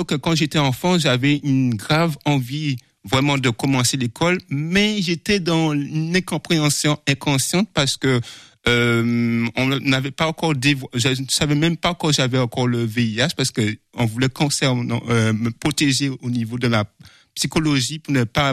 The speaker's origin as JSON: {"language": "French", "country": "Guadeloupe", "tie": "born there", "said": "Je suis né en Guadeloupe."}